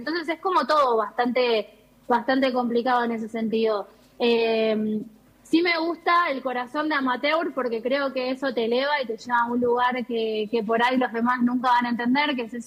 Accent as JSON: {"language": "Spanish", "region": "Buenos Aires", "country": "Argentina", "said": "yo en realidad hice toda mi carrera en Buenos Aires, porque soy de Buenos Aires"}